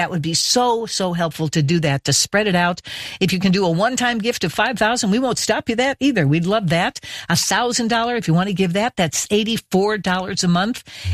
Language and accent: English; Evanston, Illinois, United States; born there; I was born in Evanston